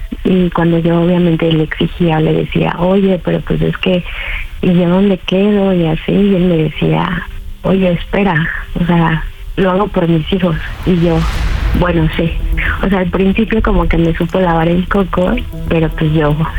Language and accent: Spanish; Guadalajara, Jalisco, Mexico; 34 años y soy de Guadalajara.